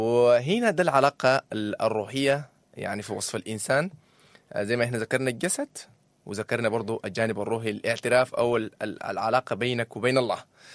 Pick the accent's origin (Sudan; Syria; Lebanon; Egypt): Sudan; أنا سوداني